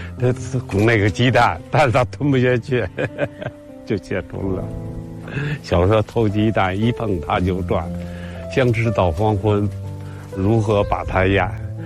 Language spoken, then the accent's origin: Chinese; China; 就是因为它解决了我们中国人吃饭的问题